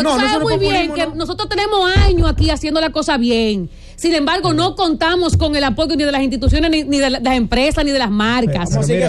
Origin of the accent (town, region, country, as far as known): La Vega, Dominican Republic; born or raised there